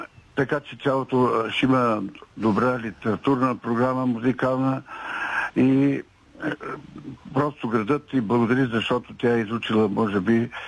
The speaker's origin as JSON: {"language": "Bulgarian", "town": "Teteven", "region": "Lovech Province", "country": "Bulgaria", "said": "Добро утро, госпожо Дойчинова … от Тетевен."}